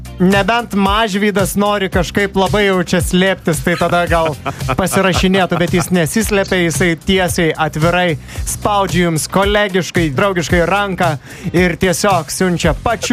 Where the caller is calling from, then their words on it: Vilnius, Vilnius County, Lithuania; Aš Vilniuj, čia Vilniuj, ja.